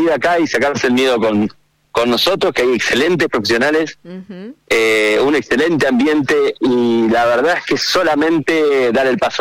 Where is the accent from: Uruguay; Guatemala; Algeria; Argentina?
Argentina; now in Bariloche, Argentina; Somos de todos lados. Lo bueno es que afuera somos argentinos.